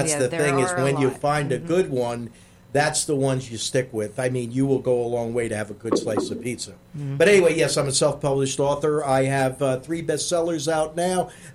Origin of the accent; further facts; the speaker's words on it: New Jersey, United States; now in Florida, United States; I'm from Jersey outside of New York